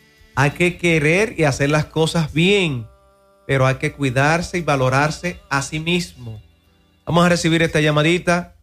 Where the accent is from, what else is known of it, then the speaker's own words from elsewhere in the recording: Dominican Republic; como diríamos en buen dominicano